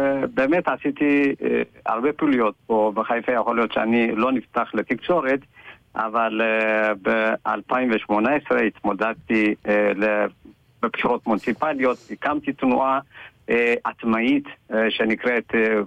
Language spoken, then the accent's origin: Hebrew; Ethiopia; now in Haifa, Israel; חיפה זה מקום ראשון שעליתי מאתיופיה, ישר השתקעתי באתר הקרוונים נווה קרמל